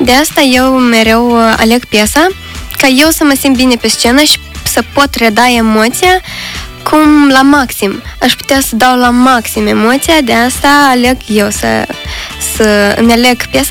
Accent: Stăuceni, Chișinău, Moldova; Deci copilăria mea la Stăuceni este una foarte interesantă, cu plimbări, picnicuri alături de prieteni și apusuri pe care le întâlnim împreună

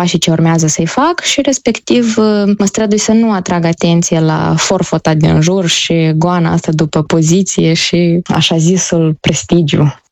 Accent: Moldova; now in South Korea; Deci spun cu mândrie că sunt din Republica Moldova, avem cu ce ne mândri și simt chiar și o responsabilitate enormă fiind printre puținii reprezentanți ai țării noastre aici în Coreea.

